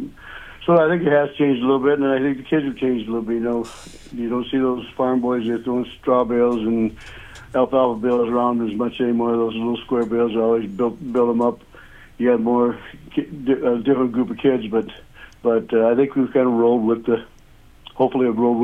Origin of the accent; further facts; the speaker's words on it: Woonsocket, South Dakota, United States; also born or lived in Sioux Falls; now in Emery, United States; I'm from Woonsocket originally